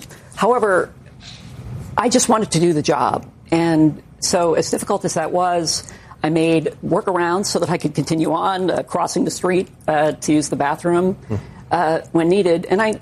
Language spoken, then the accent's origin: English; Hawaii, United States; Yeah, so as I grew up in Hawaii, my grandfather, who was from an immigrant family, really instilled on this what you know, you could think of as the immigrant creed.